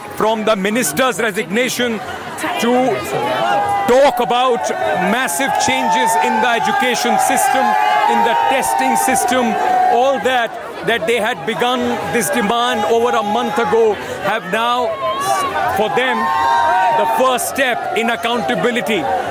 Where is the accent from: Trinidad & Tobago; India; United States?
India; Jaipur, Rajasthan; I am from Jaipur. Maybe I won't be able to come here every single time, but I'll hold protests in Jaipur.